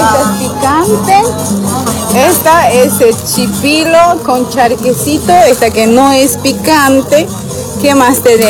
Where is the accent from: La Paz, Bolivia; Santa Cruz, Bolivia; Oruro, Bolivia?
Oruro, Bolivia; now in Tropics of Cochabamba, Bolivia; yo soy de Oruro y estoy en el trópico